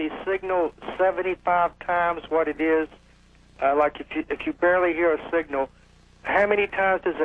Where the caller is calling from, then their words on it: Daytona Beach, Florida, United States; Yeah, I'm calling from Daytona Beach, Florida.